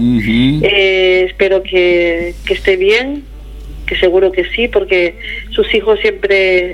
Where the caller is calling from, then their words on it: Barcelona, Catalonia, Spain; Sí, de aquí, de Barcelona. Desde Barcelona.